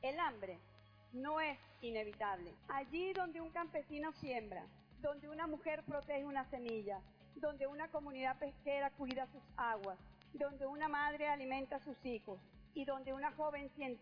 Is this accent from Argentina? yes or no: no; Venezuela; Vengo de Venezuela, un país que ha conocido la adversidad en todas sus dimensiones y que hoy atraviesa uno de los momentos más decisivos de su historia